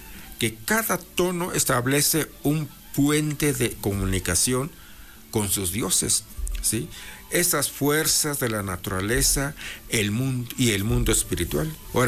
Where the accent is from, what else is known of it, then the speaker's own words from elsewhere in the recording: Mexico; Allá en mi pueblo, no sé ustedes, pero allá por la región mixteca, en los árboles de guaje que llamamos nosotros